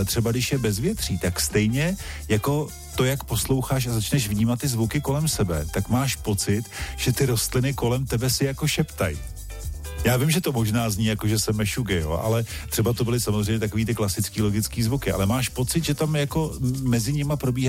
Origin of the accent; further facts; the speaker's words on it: Ústí nad Labem Region, Czechia; Já jsem vyrůstal v Českém středohoří